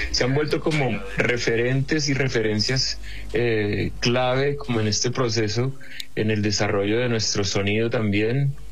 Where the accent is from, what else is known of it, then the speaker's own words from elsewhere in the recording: Santa Marta, Magdalena, Colombia; yo vengo de una tierra muy cerca a Cartagena que se llama Santa Marta.